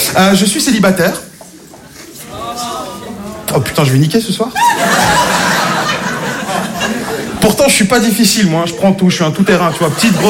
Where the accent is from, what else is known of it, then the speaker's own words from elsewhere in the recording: Belgium; Bonsoir Paris. Alors je viens de Belgique.